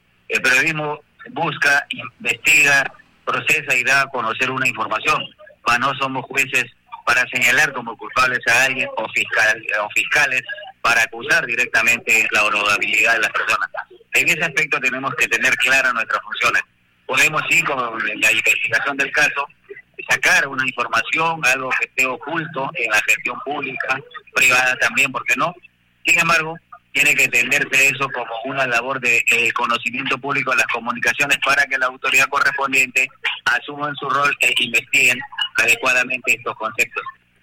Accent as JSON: {"language": "Spanish", "town": "Palpa", "region": "Ica", "country": "Peru", "moved": "yes", "said": "Feliz de haber llegado hace unos minutos aquí a mi tierra de Palpa"}